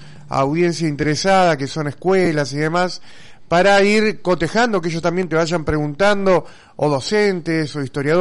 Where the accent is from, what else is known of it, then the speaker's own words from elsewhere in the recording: Argentina; somos argentinos